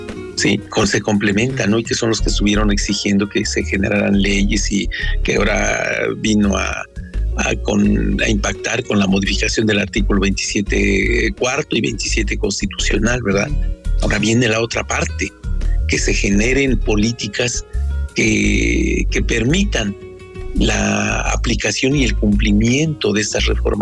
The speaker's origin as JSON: {"language": "Spanish", "town": "Ixtenco", "region": "Tlaxcala", "country": "Mexico", "said": "y desde luego que los ixtencos somos mexicanos."}